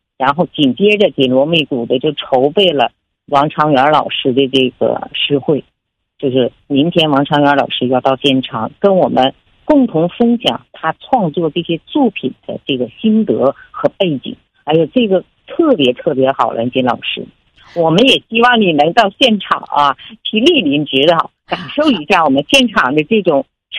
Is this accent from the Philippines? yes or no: no; Northeast China, China